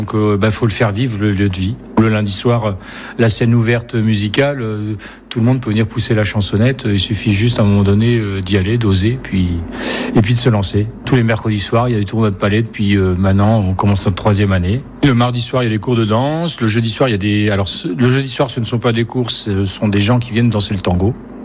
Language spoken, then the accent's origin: French; Poitiers, Nouvelle-Aquitaine, France; moved away as an adult; also born or lived in Blois; now in Poitiers, France; Je suis parti de Poitiers après mes études pour Blois